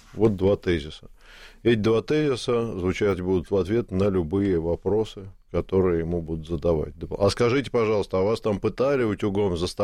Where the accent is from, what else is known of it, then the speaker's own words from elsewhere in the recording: Russia; Еще раз вам повторяю, я гражданин России, это моя страна, я поддерживаю свою страну.